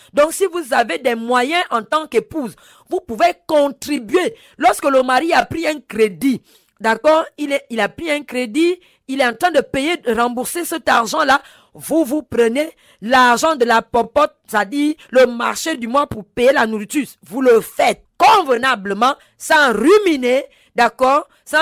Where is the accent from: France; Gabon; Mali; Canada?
Gabon; les gens venaient et pensaient que j'ai commandé les choses chez moi au Gabon